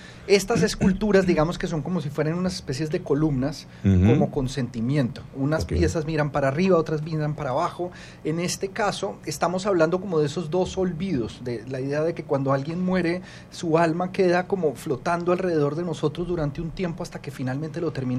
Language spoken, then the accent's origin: Spanish; Medellín, Antioquia, Colombia; yo soy de Medellín, en Antioquia